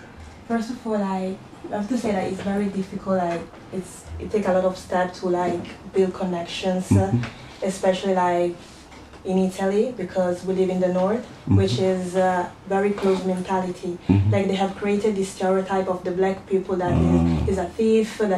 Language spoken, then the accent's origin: English; Togo; I'm from Togo. Yeah. And as she said, I arrived like 1 week ago.